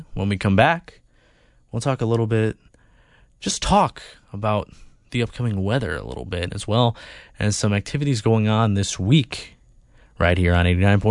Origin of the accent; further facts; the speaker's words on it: Iowa, United States; moved away; the state of Iowa is very near and dear to me because that's where I lived in for 19 years. Yeah, that's right. I grew up in Iowa